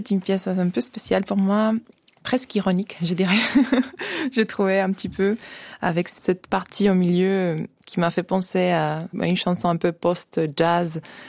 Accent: Argentina; moved away; chez moi en Argentine

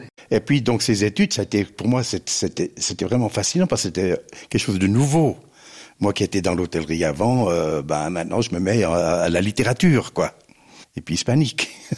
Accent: Languidic, Brittany, France; also born or lived in Zurich; now in Fribourg, Switzerland; J'ai fait une cérémonie chez moi, à Languédic, pour tous les gens, nos amis et tout ça.

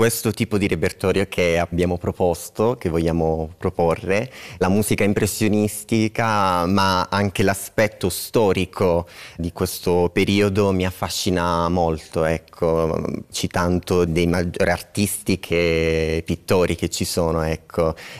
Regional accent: Cosenza, Calabria, Italy; moved away as an adult; now in Switzerland; io vengo da Cosenza, ho 24 anni

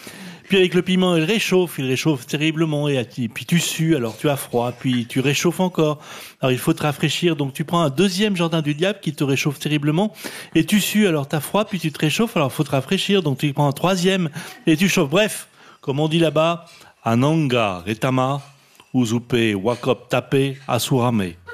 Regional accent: France; now in Switzerland; Comme on dit chez moi en France, c'est comme l'autoroute, ça se paie à la sortie.

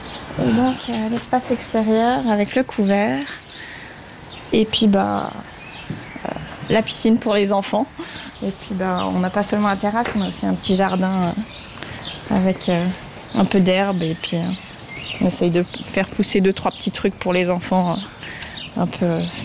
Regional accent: Jura, Switzerland

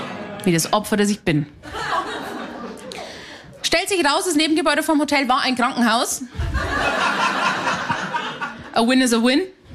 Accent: Haunersdorf, Bavaria, Germany

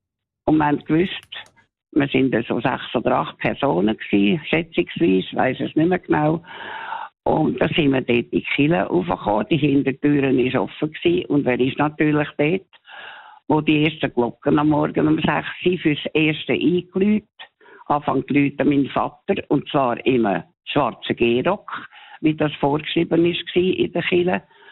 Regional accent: Zurich, Switzerland; now in Aarberg, Switzerland; Und ich bin in Oberstrasse aufgewachsen.

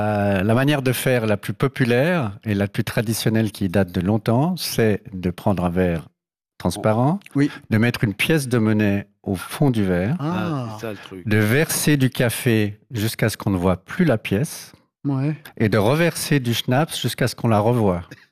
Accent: Geneva, Switzerland; born there; que j'avais quelques origines de ce côté-là, même si je suis né à Genève.

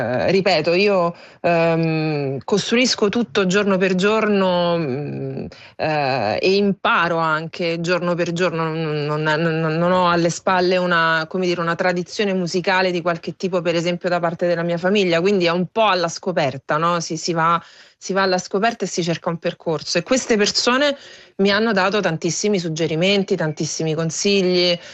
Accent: Rome, Lazio, Italy; also born or lived in Canada; io vengo da Roma

